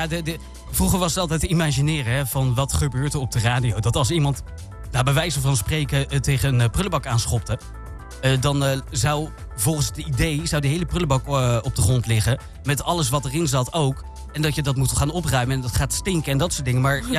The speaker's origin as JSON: {"language": "Dutch", "town": "Alphen aan den Rijn", "region": "South Holland", "country": "Netherlands", "tie": "born there", "said": "ik ben een van de laatste van de generatie die echt geboren is in Alphen."}